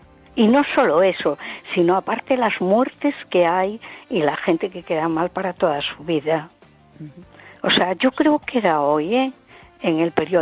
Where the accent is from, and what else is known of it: A Coruña, Galicia, Spain